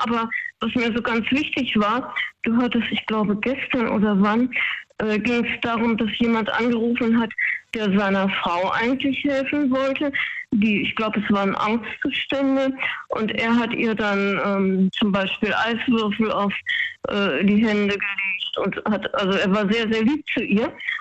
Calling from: Baden-Württemberg, Germany; Aus der Ecke Schwarzwald.

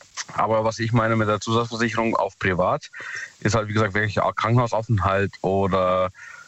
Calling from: Ottersweier, Baden-Württemberg, Germany; Jawohl, aus Ottersweier.

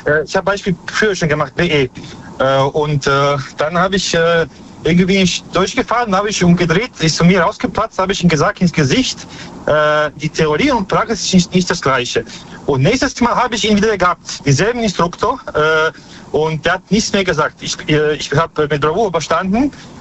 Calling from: Baden-Baden, Baden-Württemberg, Germany; Ich komme aus Baden-Baden.

